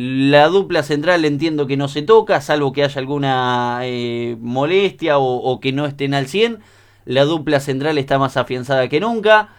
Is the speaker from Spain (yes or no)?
no; Argentina; por más argentinos que seamos